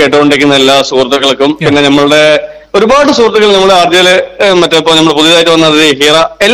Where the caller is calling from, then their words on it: Palakkad, Kerala, India; നമ്മുടെ ലാലേട്ടൻ ഒടിയനൊക്കെ movie shoot ചെയ്ത് ഞങ്ങളുടെ നാട്ടിലാണ്.